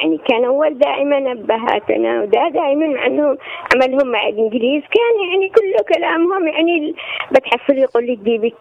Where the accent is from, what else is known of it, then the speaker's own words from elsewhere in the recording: Aden, Yemen; accent: Adeni; لغتنا اللهجة العدنية